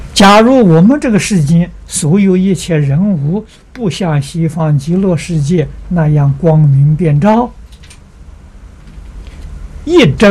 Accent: China; 我们中国人

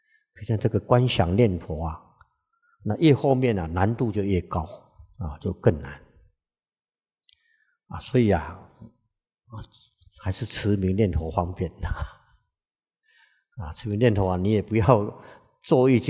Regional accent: China; 这是讲金刚般若金刚经在我们中国人大家很熟悉金刚经

